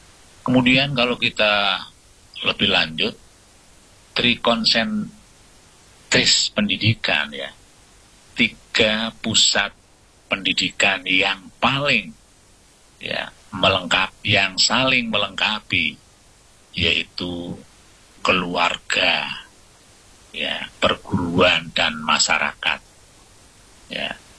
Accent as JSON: {"language": "Indonesian", "region": "Java", "country": "Indonesia", "said": "karena saya juga orang Jawa, saya sangat familiar dengan semboyan ini"}